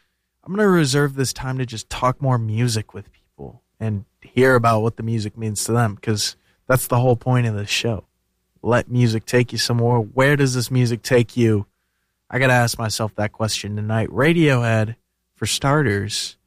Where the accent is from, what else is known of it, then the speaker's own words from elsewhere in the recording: Milwaukee, Wisconsin, United States; my hometown of Milwaukee